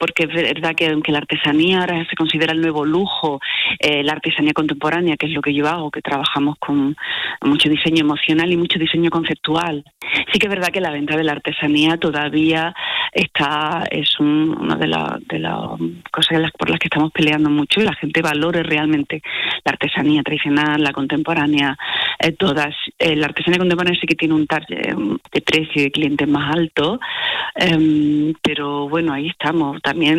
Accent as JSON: {"language": "Spanish", "town": "Jaén", "region": "Andalusia", "country": "Spain", "said": "Me muevo mucho por fuera, pero fuera de Jaén, pero me gusta hacer acciones aquí en Jaén también para... Bueno, mi tierra."}